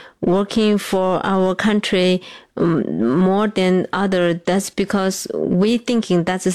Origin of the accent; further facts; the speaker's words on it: Lhasa, Tibet, China; English is a second language; I grew up in Lhasa, Tibet, until 13 years, and then grew up in a prison.